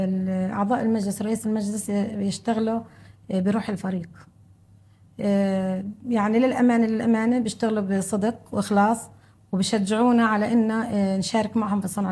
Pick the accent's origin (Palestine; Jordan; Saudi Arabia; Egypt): Palestine; Duma, West Bank; دومة بلدي وقريتي